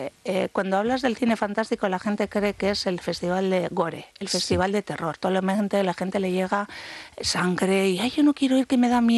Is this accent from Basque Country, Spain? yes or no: yes; Bilbao, Basque Country, Spain; Soy de Bilbao